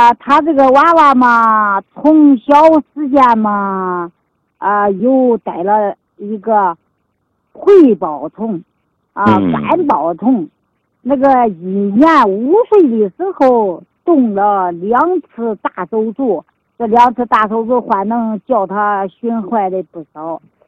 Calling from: Xinjiang, China; 我是来自新疆的。

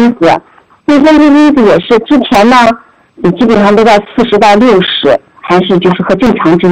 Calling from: Korla, Xinjiang, China; 来自新疆美丽的城市，乡里的故乡库尔勒市。

